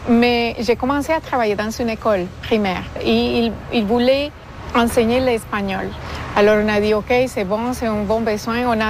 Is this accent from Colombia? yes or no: yes; Colombia; French is a second language; moved away as an adult; now in Canada; Je viens de la Colombie.